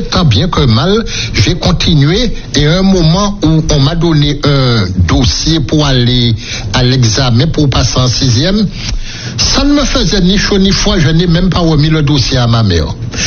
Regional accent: Le Prêcheur, Martinique; born there; quand je suis arrivé au prêcheur, j'ai eu un choc. Quand on m'a dit, ben voilà, chez ton papa, j'ai dit, mais non, chez mon papa. Ah là, c'est là que j'ai habité auparavant.

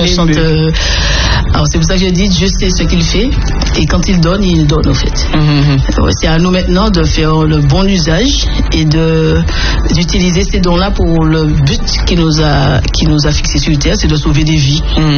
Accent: Martinique; born there; Et donc je fais partie de ceux qui sont nés en Martinique.

